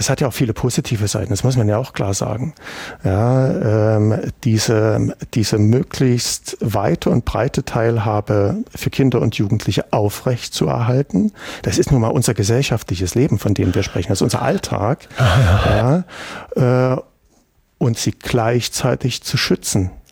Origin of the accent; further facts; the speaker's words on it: Germany; also ich bin in der DDR groß geworden